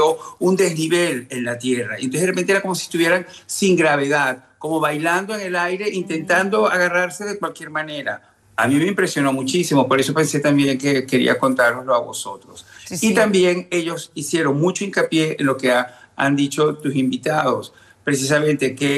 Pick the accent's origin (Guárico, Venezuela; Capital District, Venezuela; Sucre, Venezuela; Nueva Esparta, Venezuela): Capital District, Venezuela; Caracas; moved away; La zona donde viven mis padres y donde yo nací, el este de Caracas, es uno de los sitios más afectados de Caracas.